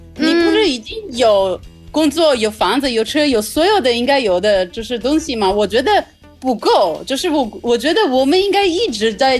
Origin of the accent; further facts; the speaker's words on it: Italy; Chinese is a second language; moved away; 我们意大利那边有很多可能30岁还没有到40岁